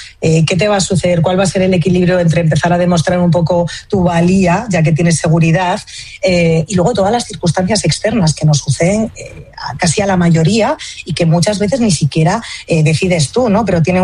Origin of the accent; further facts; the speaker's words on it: Castile and León, Spain; yo soy leonesa, me siento muy leonesa, pero también tengo buena parte de la familia gallega